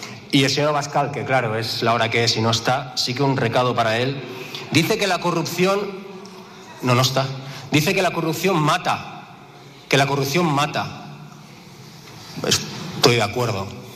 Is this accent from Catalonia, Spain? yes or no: yes; Catalonia, Spain; Yo soy catalán, yo soy independentista, yo soy republicano y Cataluña vota diferente.